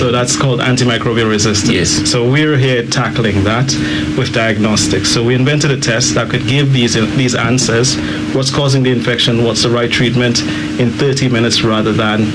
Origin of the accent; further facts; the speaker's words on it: St. Lucia; I grew up in Groseley. I went to Groseley preschool, Groseley infant school, Groseley primary school